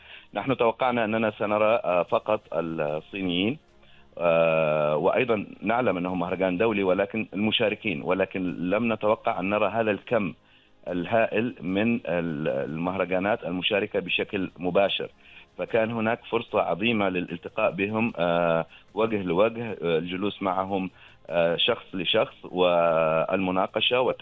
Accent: Oman; هذه عمان، هذه كل هذه الاشياء موجوده، يعني انتم فقط ما صحراء فقط؟ قلنا لا، احنا ما صحراء فقط، عندنا الجبال الحجريه في الشمال متنوعه، ايضا سلاسل جبليه عندنا في الجنوب، الغابات والجبال الطينيه والامطار، عندنا البحار متنوعه جدا

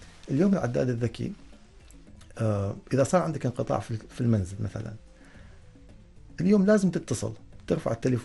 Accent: Oman; عندنا في سلطنة عمان

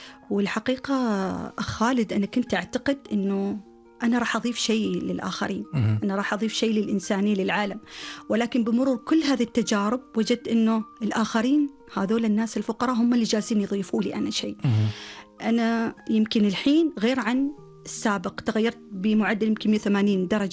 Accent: Oman; إحنا بحكم أنه كعمانيين أصلاً عندنا كثير من الصفات والقيم

